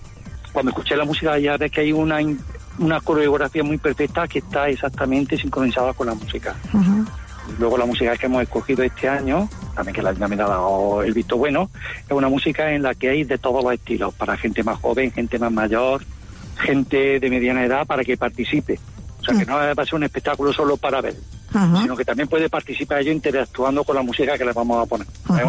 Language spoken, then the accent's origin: Spanish; Montilla, Andalusia, Spain; aunque yo personalmente soy de Montilla